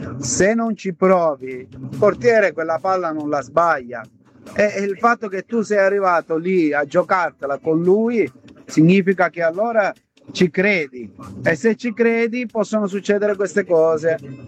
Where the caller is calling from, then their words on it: Lavagna, Liguria, Italy; … da Lavagna